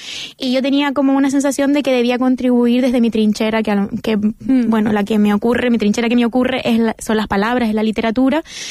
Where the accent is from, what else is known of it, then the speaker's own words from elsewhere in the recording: Canary Islands, Spain; yo soy canaria, también de una zona rural, y hay muchas palabras que tú utilizaste que yo no conocía.